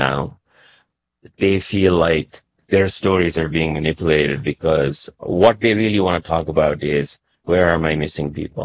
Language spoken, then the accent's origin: English; United States; I say this as a Nepali American, I'm an American citizen, was born and raised here.